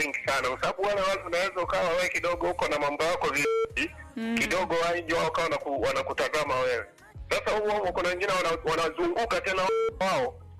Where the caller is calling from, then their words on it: Busega District, Simiyu, Tanzania; napiga simu hii kutoka pande za Nasa Nyanganga barabara ya sokoni wilaya Buseka kata ya Nyashimo